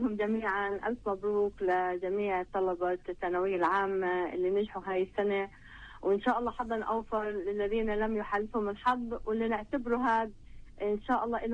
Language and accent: Arabic; Palestine; خاصة إحنا كفلسطينيين